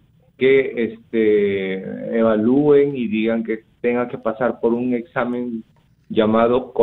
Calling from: Talara, Piura, Peru; Llamo desde Talara, provincia de Piura.

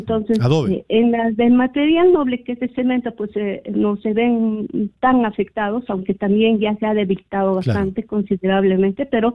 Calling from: Chupaca, Junín, Peru; Soy docente de la Institución Educativa Héroes de Chupaca, de acá del barrio de Vista Alegre, de la distrito provincia de Chupaca.

